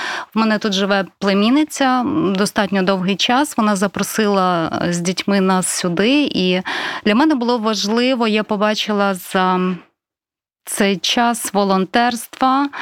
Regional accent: Berdychiv, Zhytomyr Oblast, Ukraine; accent: Berdychiv dialect, surzhyk; Він сам з Коростеня, я з Бердичева. Я хочу наперед вибачитися за свій бердичівський діалект. Такий суржик, нечисто українська

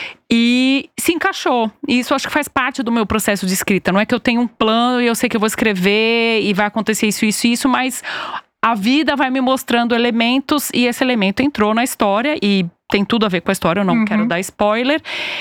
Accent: São Paulo, Brazil; mas não sou descendente de japoneses. Mas como eu cresci em São Paulo, eu acho que eu cresci muito cercada dessas pequenas coisas na cultura, né?

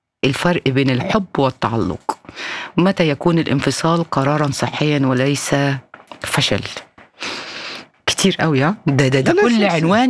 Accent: Egypt; بقى في ناس بتتطلق عندنا في مصر بعد شهرين

